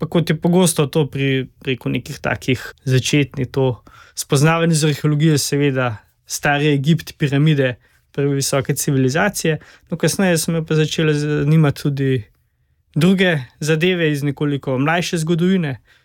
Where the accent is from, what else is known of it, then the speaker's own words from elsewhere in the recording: Hrušica, Upper Carniola, Slovenia; Prihajam drugače z Hrušce, se pravi pri Jesenicah, po rodu, bolj ali manj, lahko rečem, da Gorenc.